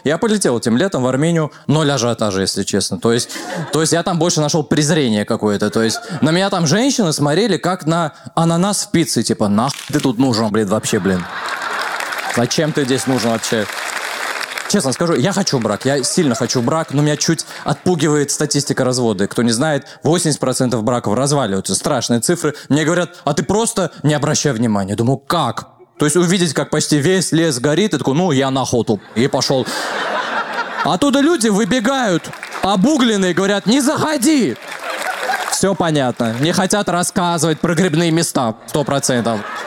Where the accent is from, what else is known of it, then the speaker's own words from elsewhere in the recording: Russia; born there; я армянин, родился в России, армянский никогда не знал.